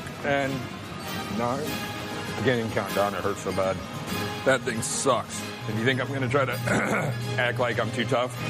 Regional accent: Houston, Texas, United States; Houston's my hometown, born and raised, and I wanted to bring something that the culture in Houston really, really demands. It's just part of being a Texan, is you gotta love it hot and spicy.

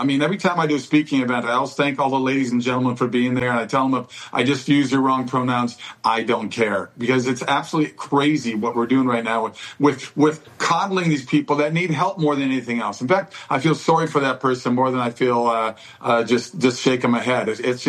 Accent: Florida, United States; That's in my home state of Florida right there.

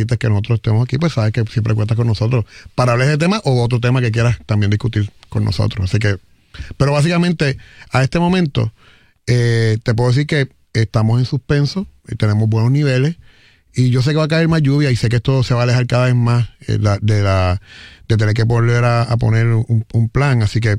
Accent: Yauco, Puerto Rico; now in San Lorenzo, Puerto Rico; Yo soy oriundo de Yauco, vivo en San Lorenzo.

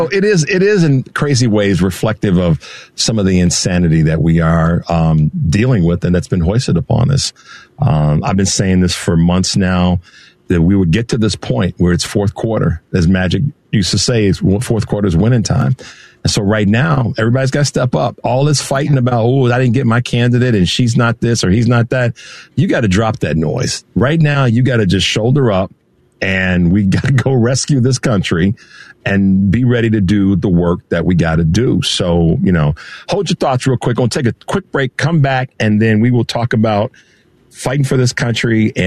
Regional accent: Midwest, United States; We're from the Midwest. We're from Detroit and Chicago.

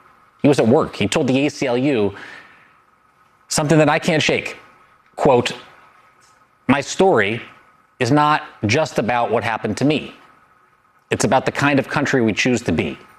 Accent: Los Angeles, California, United States; We are now learning more about the federal agents who actually carried out raids in my hometown of LA earlier last year

